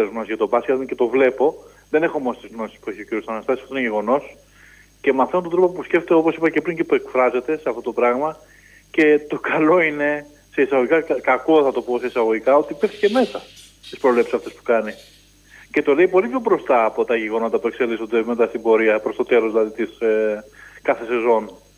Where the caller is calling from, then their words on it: Piraeus, Attica, Greece; από τον Πειραιά.